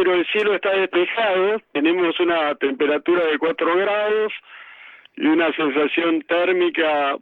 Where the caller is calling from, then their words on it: Mar del Plata, Buenos Aires Province, Argentina; de Mar del Plata.